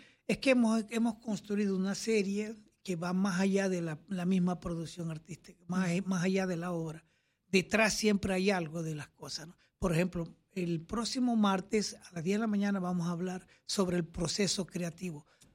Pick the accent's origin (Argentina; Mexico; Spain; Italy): Italy; yo vengo también desde Italia, que estaba Berlusconi